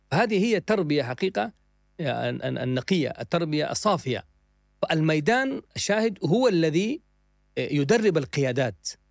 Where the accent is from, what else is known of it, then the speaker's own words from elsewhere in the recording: Afghanistan; أنا كمواطن أفغاني